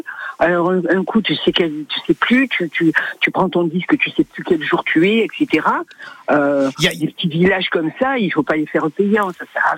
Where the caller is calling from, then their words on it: Meyreuil, Provence-Alpes-Côte d'Azur, France; j'habite entre Méreuil et Gardanne